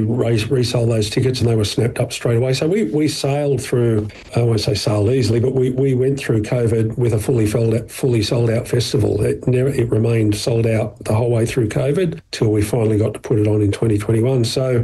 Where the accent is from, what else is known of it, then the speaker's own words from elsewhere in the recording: Sydney, New South Wales, Australia; I grew up on Sydney's northern beaches back in the, when I was young, back in the 80s, the pub rock days.